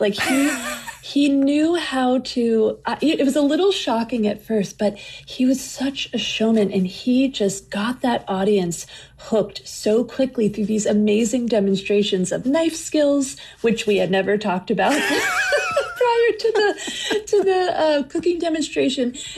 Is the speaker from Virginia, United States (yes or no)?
no; Pittsburgh, Pennsylvania, United States; in my hometown of Pittsburgh